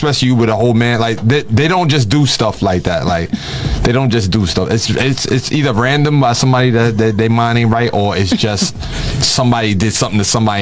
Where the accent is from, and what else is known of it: New York, United States